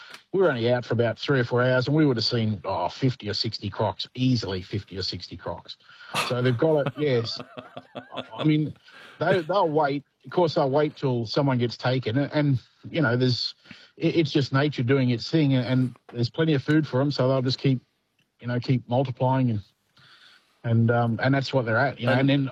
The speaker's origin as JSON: {"language": "English", "town": "Bright", "region": "Victoria", "country": "Australia", "said": "No, I come from Bright in northeast Victoria."}